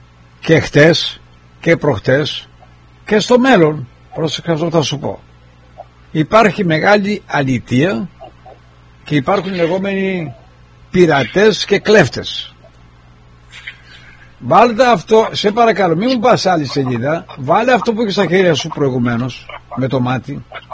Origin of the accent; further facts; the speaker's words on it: Ionian Islands, Greece; είμαστε εδώ πέρα από τα Επτάνησα και δεν το επιτρέπω εγώ από το νησί μου να μου κάνουν την ιστορία μου και τη μυθολογία μου μαύρικη